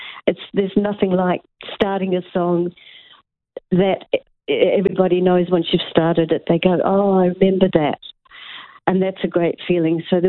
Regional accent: Nelson, New Zealand; moved away; I did 2 in my hometown of Nelson.

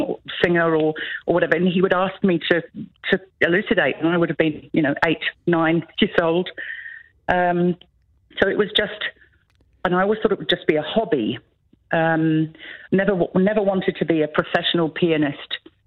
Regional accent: Ashburton, South West England, United Kingdom; moved away; I'm from Devon, as you can not tell. Yeah, beautiful, beautiful part of the UK.

